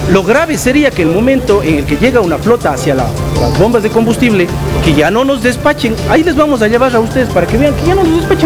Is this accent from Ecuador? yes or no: yes; Cuenca, Azuay, Ecuador; los que somos cuencanos